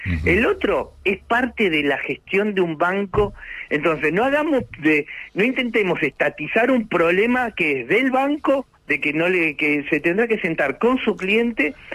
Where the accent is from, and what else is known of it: Argentina